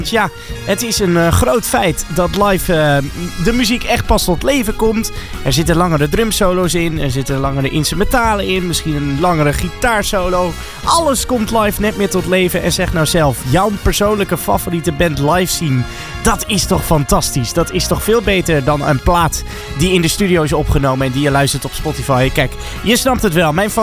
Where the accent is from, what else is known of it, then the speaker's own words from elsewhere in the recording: Assen, Drenthe, Netherlands; Ik kom zelf namelijk uit Drenthe, uit het mooie Assen.